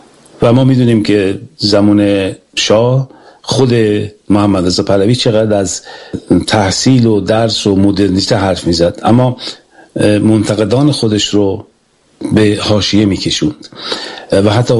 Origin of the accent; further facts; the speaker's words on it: Iran; born there; زادگاه من شهر سمیدوم، شهری که در آن نابرابری و بی‌عدالتی نه مفهومی انتزاعی بلکه بخشی عریان و روزمره از زندگی مردم بوده و هست.